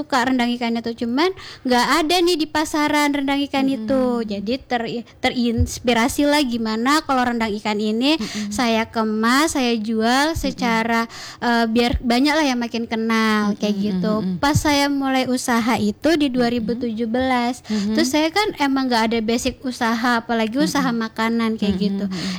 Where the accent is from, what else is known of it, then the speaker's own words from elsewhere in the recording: West Sumatra, Indonesia; Di daerah saya, yaitu di Pangkalan 50 Koto. Kita tuh manggil abang itu Ombak